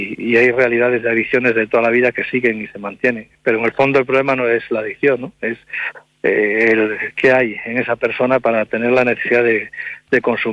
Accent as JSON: {"language": "Spanish", "region": "Galicia", "country": "Spain", "said": "viniendo de donde vengo, de Galicia"}